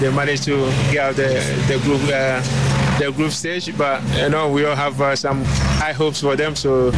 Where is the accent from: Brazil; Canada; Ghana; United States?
Ghana; as a Ghanaian, as a nation, they're expecting the boys to do well.